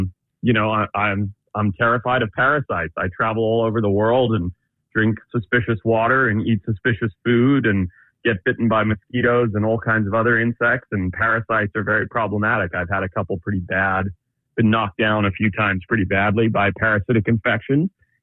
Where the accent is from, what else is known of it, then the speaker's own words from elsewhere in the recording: Zimbabwe; I grew up in Zimbabwe. My family ran safari businesses. I learned to track wildlife and work with animals when I was 6 years old